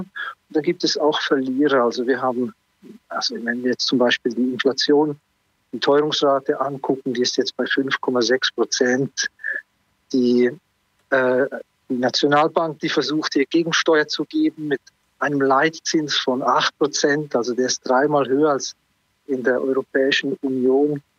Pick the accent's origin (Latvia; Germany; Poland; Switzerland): Switzerland; now in Iceland; Aber da merke ich dann so als Schweizer, oh, da ist noch Raum nach oben. Also hier in Island